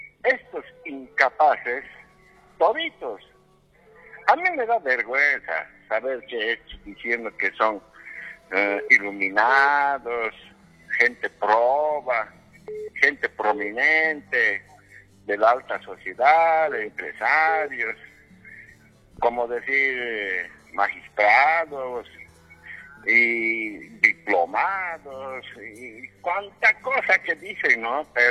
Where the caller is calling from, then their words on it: Cochabamba, Bolivia; Soy de aquí, de Cochabamba, Cercado.